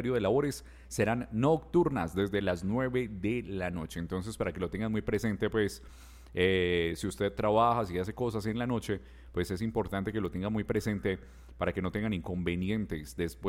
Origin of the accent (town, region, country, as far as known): Colombia